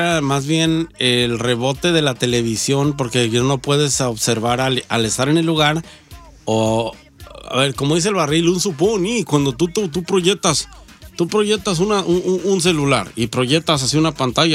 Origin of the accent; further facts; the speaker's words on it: Guadalajara, Jalisco, Mexico; moved away; en mi tierra natal